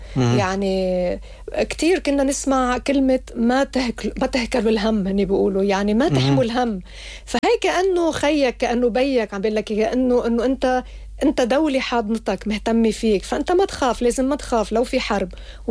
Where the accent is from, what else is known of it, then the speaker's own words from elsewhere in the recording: Lebanon; now in United Arab Emirates; فإسبانيا بالنسبة لي يمكن بلد تاني يعني بعد لبنان.